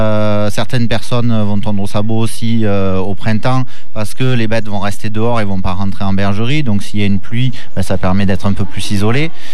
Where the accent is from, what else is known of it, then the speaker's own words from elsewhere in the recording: Saint-Martin-de-Crau, Provence-Alpes-Côte d'Azur, France; Alors, moi, je suis de Saint-Martin-de-Croix